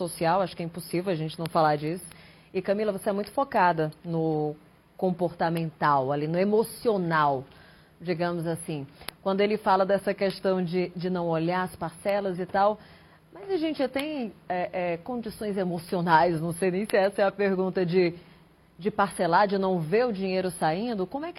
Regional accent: Brazil; a gente se coloca na situação também, como brasileiros

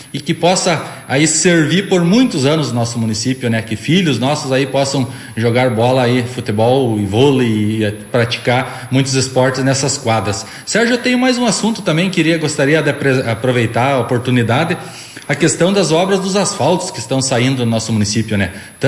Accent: Brazil; Eu que me criei na Vila Maria ali brincando, jogando bola com o pessoal

